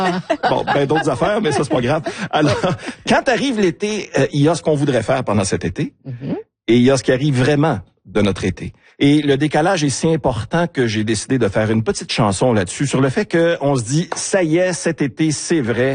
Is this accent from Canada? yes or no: yes; Ontario, Canada; chez nous, en Ontario